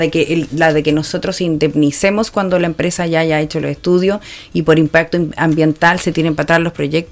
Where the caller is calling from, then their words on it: Chile; yo también soy chilena y sabe que yo no me levanto nada, es cierto. Y mi abuelita también era chilena y mi papá también era chileno